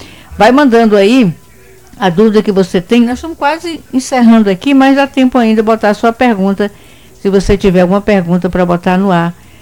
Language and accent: Portuguese; Buriti do Sobrado, Piauí, Brazil; sou de Buriti do Sobrado, em Castelo do Piauí.